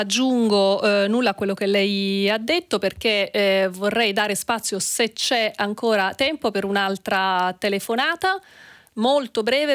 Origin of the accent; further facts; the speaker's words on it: Sicily, Italy; moved away as an adult; now in Germany; sono siciliana, vivo in Germania